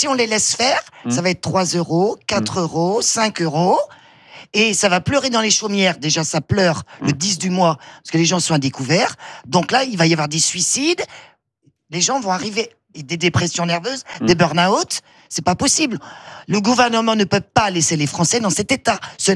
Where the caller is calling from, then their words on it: Poitiers, Nouvelle-Aquitaine, France; je suis de Poitiers